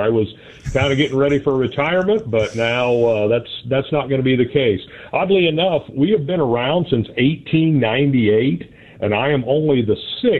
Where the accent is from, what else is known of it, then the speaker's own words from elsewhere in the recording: Missouri, United States; You know, I grew up around Columbia. I'm not from Columbia